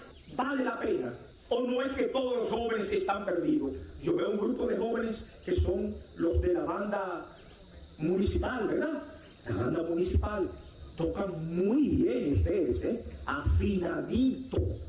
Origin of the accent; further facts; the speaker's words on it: Dominican Republic; Nosotros, los que estamos aquí, somos el corazón de la República, el alma, el espíritu de la República Dominicana.